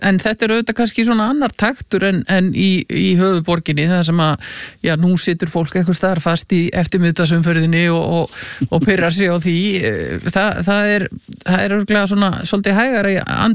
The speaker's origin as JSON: {"language": "Icelandic", "town": "Keflavík", "region": "Southern Peninsula", "country": "Iceland", "said": "Já, að því að sko sem Keflvíkingur þá segir maður auðvitað alltaf í Keflavík"}